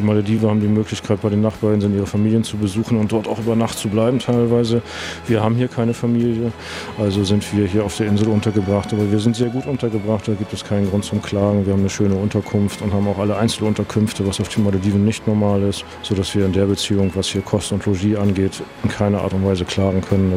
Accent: Hamburg, Germany; moved away as an adult; now in Maldives; kann ich einmal im Jahr nach Deutschland fahren, nach Hause. Und ich komme aus dem hohen Norden, aus Hamburg.

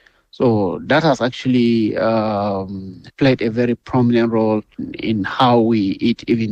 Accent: Kakara, Taraba, Nigeria; English is a second language; Good afternoon. … I'm from Kakara, Taraba State, Nigeria.

